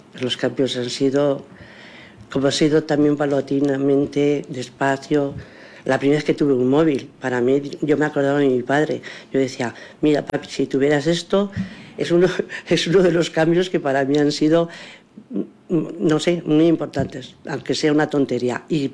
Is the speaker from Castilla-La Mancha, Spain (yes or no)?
yes; Motilla del Palancar, Castilla-La Mancha, Spain; born there; also born or lived in Cuenca; cuando era pequeña era en Cuenca, aquí cuando estábamos aquí en Motilla